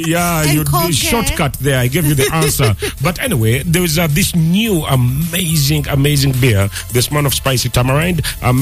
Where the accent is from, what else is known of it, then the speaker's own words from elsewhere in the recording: Western Region, Uganda; We Westerners